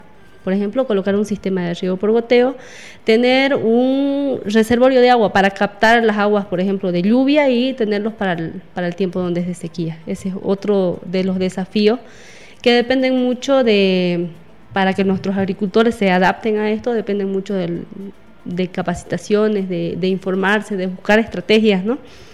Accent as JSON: {"language": "Spanish", "region": "Santa Cruz", "country": "Bolivia", "said": "Entonces, es una de las oportunidades que tenemos que aprovecharlo como Valles Cruceños"}